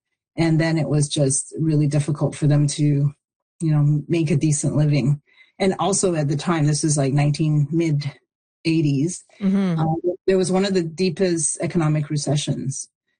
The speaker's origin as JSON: {"language": "English", "country": "Canada", "tie": "born or raised there", "said": "my growing up in, you know, Canada, and then being like sort of parachuted back into my hometown felt very jarring."}